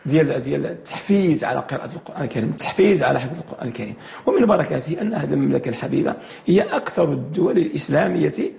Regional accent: Morocco; عندنا في المغرب

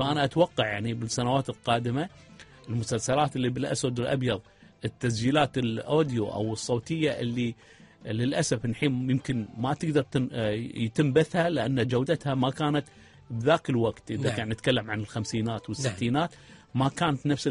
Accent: Kuwait; موجودة عندنا بالكويت

